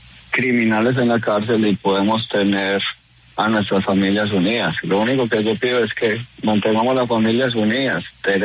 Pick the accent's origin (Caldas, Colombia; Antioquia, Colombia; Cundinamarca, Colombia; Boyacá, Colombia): Antioquia, Colombia; Carmen de Viboral; moved away as an adult; now in United States; Pues muy difícil, pero yo soy del Carmen de Oral, Antioquia. Soy teniente oficial retirado de la Armada de Colombia, con mucho orgullo y con mucho amor.